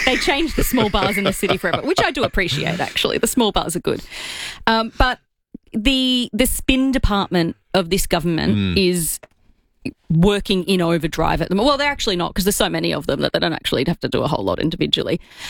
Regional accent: Castle Hill, New South Wales, Australia; I grew up in Castle Hill, but yeah, I moved out to Penrith for uni years.

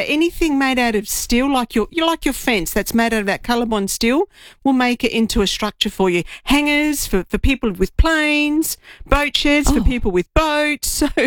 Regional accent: Australia; I'm an Aussie, but yeah. My parents are Greek.

